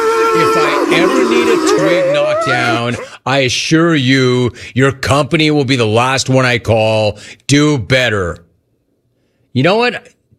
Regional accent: California, United States; And yes, I am from NoCal. Bro, you know there's a difference.

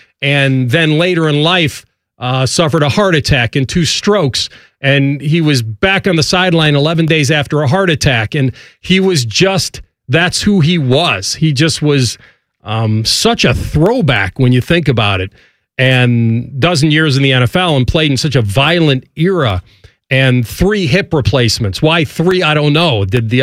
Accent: Chicago, Illinois, United States; growing up in Chicago and being a young guy when that was happening

